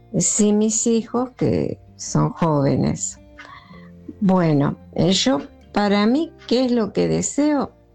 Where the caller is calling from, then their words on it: La Pampa, Argentina; Como siempre, desde La Pampa.